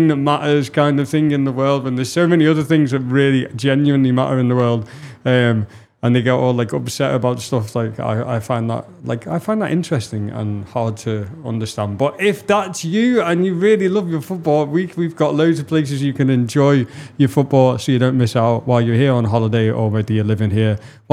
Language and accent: English; England, United Kingdom; I'm an English man.